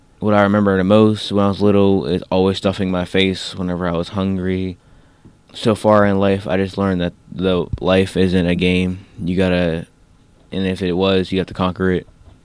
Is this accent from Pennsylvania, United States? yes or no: yes; Pittsburgh, Pennsylvania, United States; born there; I'm 16 years old and I attend Holy Family Academy. I was born in Pittsburgh